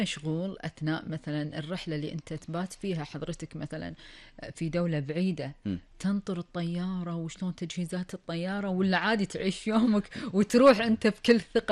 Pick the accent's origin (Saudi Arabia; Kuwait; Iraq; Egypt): Kuwait; جو ديرتنا الحبيبة الكويت،